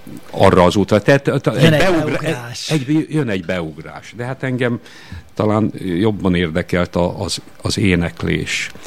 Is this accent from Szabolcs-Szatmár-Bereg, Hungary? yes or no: no; Bér, Nógrád, Hungary; born there; moved away as an adult; also born or lived in Salgótarján; én elég korán eljöttem otthonról, ebben én Béren egy kis faluban születtem, és tulajdonképpen 18 éves korom érettségi után rólam nem sokat tudtak